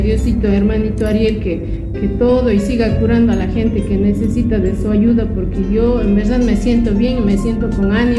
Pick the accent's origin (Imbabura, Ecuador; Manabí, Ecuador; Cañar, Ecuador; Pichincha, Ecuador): Cañar, Ecuador; Javier Loyola; De Javier Loyola, Shuyin.